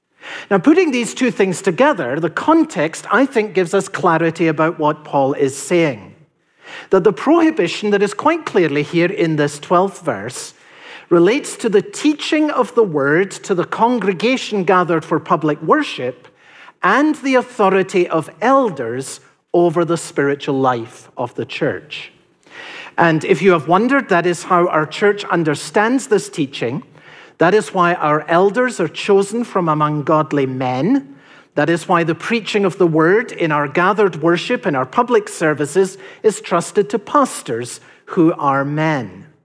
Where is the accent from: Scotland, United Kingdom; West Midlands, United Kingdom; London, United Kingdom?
Scotland, United Kingdom; Edinburgh; I had a particular interest because I came from Edinburgh.